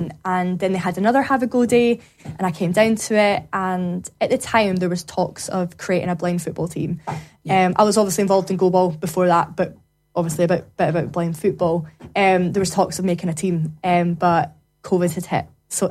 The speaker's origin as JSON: {"language": "English", "region": "Scotland", "country": "United Kingdom", "said": "I'm from Scotland."}